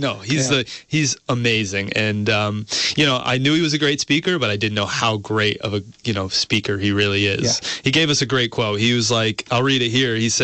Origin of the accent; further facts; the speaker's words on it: South Burlington, Vermont, United States; And it's also in my hometown of South Burlington, where, you know, I'm from.